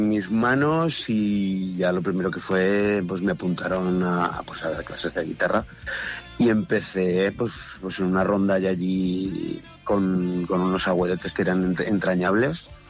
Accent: Casetas, Aragon, Spain; 15, 16 años me monté mi primera banda aquí en Casetas. Yo soy de Casetas

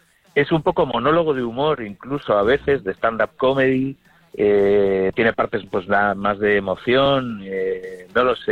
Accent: Vigo, Galicia, Spain; cosas también que tienen que ver, pues, con mi infancia aquí, en Vigo

